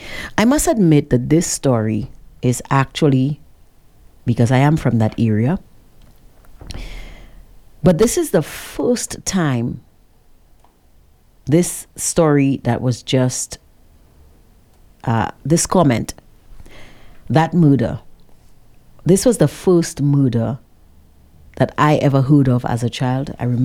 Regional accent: St. Lucia; born there; I was born in Cicero, but I didn't spend most of my life there.

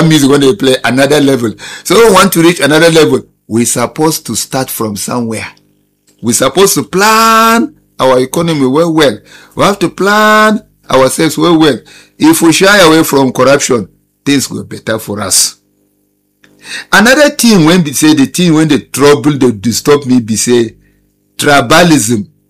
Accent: Nigeria; What are we supposed to do as Nigerian citizens to curtail the menace of all these things? I'll give you a number. Just send your contributions. Tell us what we expect to do as Nigerians. Because Nigeria na our country. We no get another country where we feel go apart from Nigeria.

